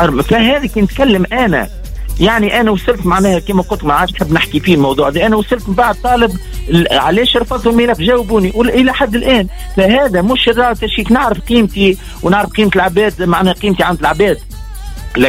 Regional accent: Tunisia; أنا فنان تونسي

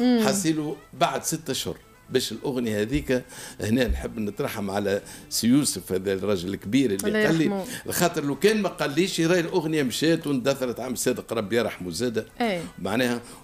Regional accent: Tunisia; accent: Tunisian dialect

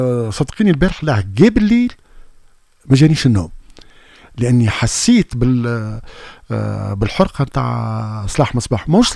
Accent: Tunisia

